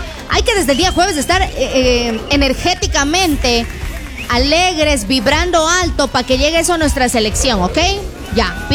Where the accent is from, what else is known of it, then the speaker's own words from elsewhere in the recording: Ecuador; nosotros como buenos ecuatorianos